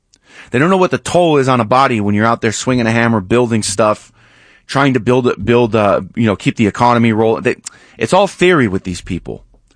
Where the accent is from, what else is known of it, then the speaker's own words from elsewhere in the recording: United States; and I'm an American, I'm a male, but I'm Jewish